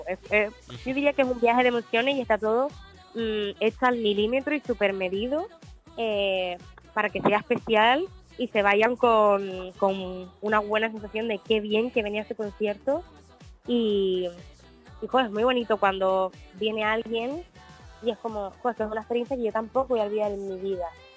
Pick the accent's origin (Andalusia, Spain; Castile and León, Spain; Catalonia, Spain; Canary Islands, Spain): Canary Islands, Spain; Y sí, a mí me recuerda mucho a mi tierra, por supuesto.